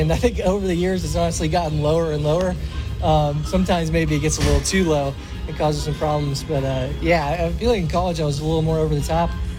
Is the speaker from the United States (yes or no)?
yes; Atlanta, Georgia, United States; Chipper growing up in Atlanta.